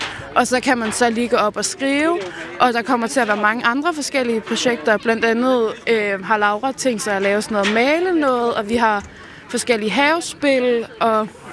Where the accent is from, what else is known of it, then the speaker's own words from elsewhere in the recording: Region of Southern Denmark, Denmark; vi kommer flere af os fra Davene